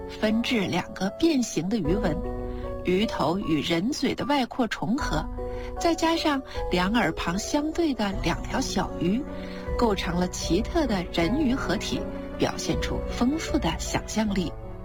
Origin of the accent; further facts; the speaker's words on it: China; 我们中国人爱鱼从7000多年前就开始了。